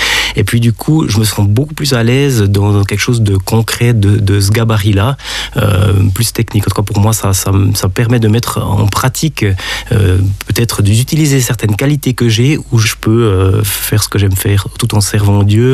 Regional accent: Switzerland; en tant que bon Suisse bien formaté

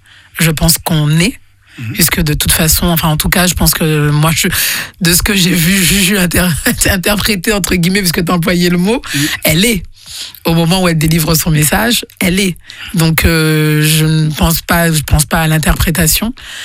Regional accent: Guadeloupe, France; je suis guadeloupéenne et j'ai quand même si c'est tout petit sur le planisphère, ben... J'en suis extrêmement fière.

